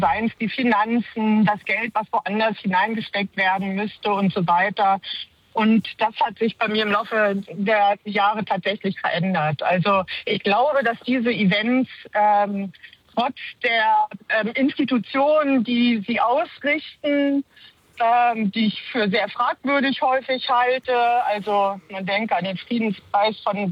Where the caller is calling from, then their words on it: Hamburg, Germany; ich komme ja aus Hamburg